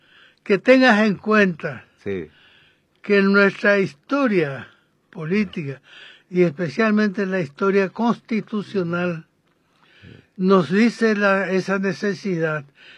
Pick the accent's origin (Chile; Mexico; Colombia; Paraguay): Paraguay; Me doy cuenta que no somos políticos los paraguayos.